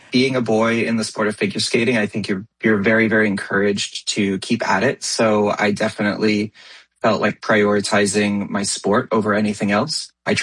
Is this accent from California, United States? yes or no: yes; Los Angeles, California, United States; born or raised there